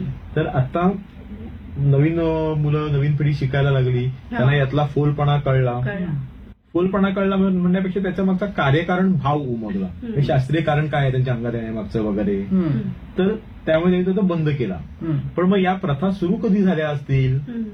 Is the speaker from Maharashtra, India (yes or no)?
yes; Mumbai, Maharashtra, India; तर मी थोडासा मी वाढलोय जरी मुंबईला तरी मी म्हटलं ना की आईने माझ्यामध्ये ती ग्रामसंस्कृती रुजवलेली होती.